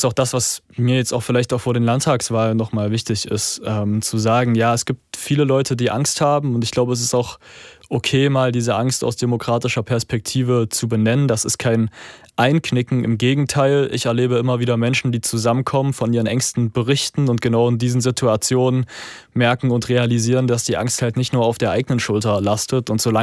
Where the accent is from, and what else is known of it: Zwickau, Saxony, Germany; born or raised there